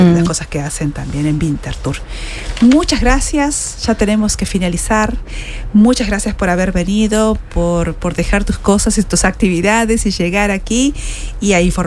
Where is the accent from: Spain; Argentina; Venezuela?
Argentina; Yo soy de Argentina, por eso levanto la mano, pero dijo yo.